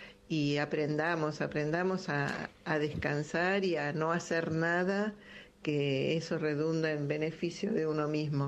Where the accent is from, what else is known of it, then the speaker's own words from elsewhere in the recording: Buenos Aires, Argentina; de Devoto, como siempre.